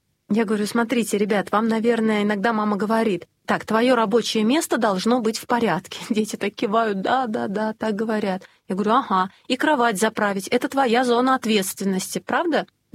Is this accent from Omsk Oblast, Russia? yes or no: no; Saint Petersburg, Russia; мы, петербуржцы